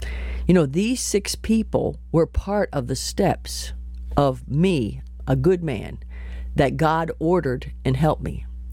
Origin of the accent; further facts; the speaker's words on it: Martinsburg, West Virginia, United States; my hometown, Martinsburg, West Virginia.